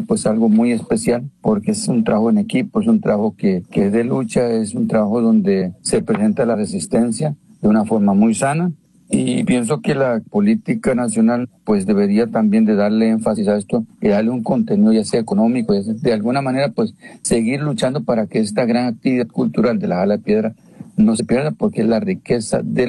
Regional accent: Costa Rica; Vengan y sensibilicen con nuestra cultura, que todos somos costarricenses.

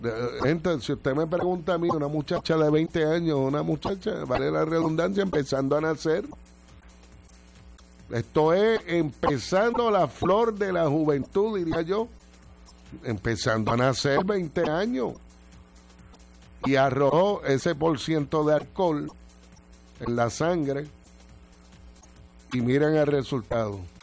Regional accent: Añasco, Puerto Rico; Hoy en mi pueblo, en Añaco

